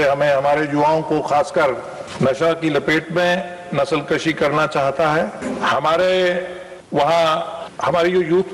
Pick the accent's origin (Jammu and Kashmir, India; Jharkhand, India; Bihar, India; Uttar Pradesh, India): Jammu and Kashmir, India; मैं जम्मू कश्मीर से आता हूं